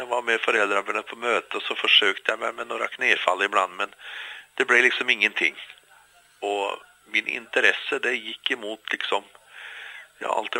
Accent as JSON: {"language": "Swedish", "region": "Oslo", "country": "Norway", "tie": "born or raised there", "also_born_or_lived": "Tromsø, Norway", "second_language": "Swedish", "moved": "yes", "lives_now": "Gothenburg, Sweden", "said": "av Tromsö. Jag flyttade faktiskt ner med familjen när jag var 3 år gammal bara. Mm. Så jag har vuxit upp i Oslo."}